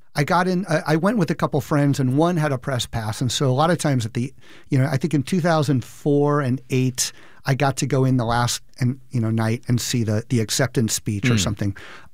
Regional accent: Tucson, Arizona, United States; look, I'm a teacher from Tucson, Arizona. I teach government and politics.

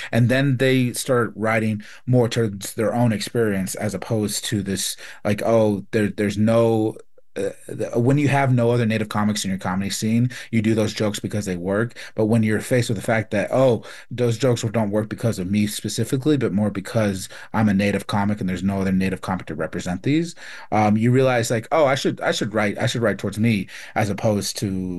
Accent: Phoenix, Arizona, United States; also born or lived in New Mexico; So I grew up in living in Phoenix, and then for winters and summers, I'd go back with my mom up in Vanderweg, New Mexico, and just live out there on the res.

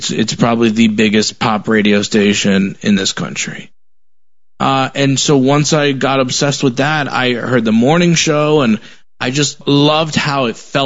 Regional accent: Paterson, New Jersey, United States; first language English; moved away as an adult; also born or lived in Denver / Washington State / Missouri; now in Indiana, United States; I grew up in New Jersey, in Paterson, New Jersey. It was a decent-sized city, full of a lot of culture.

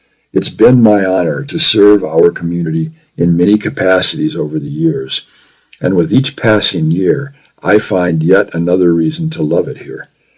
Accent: Phoenix, Arizona, United States; now in Flagstaff, United States; Growing up in Phoenix in the 1970s, my neighborhood was strip malls and restaurants. It lacked a sense of community and place.

